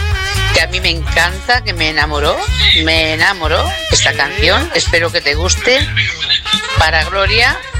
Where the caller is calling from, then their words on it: Sabadell, Catalonia, Spain; de Sabadell.